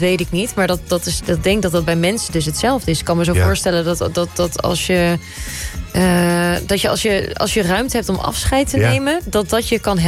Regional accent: Friesland, Netherlands; Ja, ik ben opgegroeid in Friesland. En we hadden een heel groot huis.

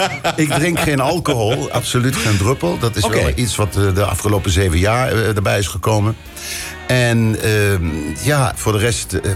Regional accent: Germany; Dutch is a second language; En ik ben Duitser, geboren en getogen.

